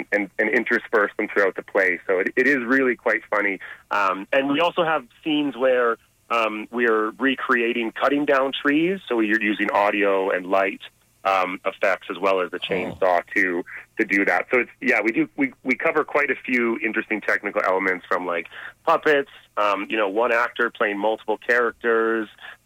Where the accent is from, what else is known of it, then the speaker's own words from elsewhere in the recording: Calgary, Alberta, Canada; now in Yukon, Canada; because I'm originally from Calgary and I've been in the Yukon for about 8 years now.